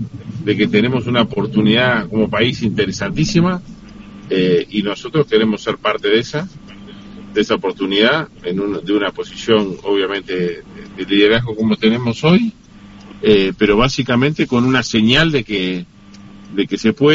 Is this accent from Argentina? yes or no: no; Uruguay; como uruguayo lo digo, ¿no?